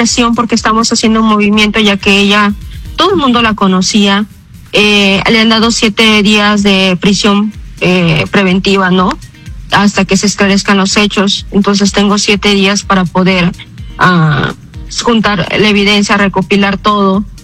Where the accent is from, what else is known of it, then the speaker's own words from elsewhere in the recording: Bagua Grande, Amazonas, Peru; now in United States; somos de Bagua Grande